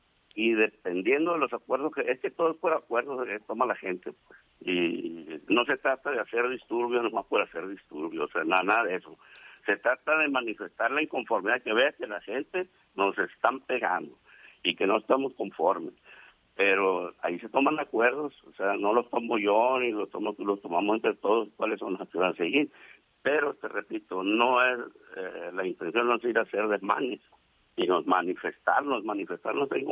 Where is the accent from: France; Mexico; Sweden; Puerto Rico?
Mexico; somos los mexicanos